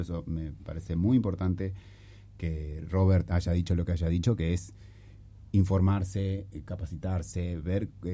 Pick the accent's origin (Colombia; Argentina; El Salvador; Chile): Argentina; somos todos argentinos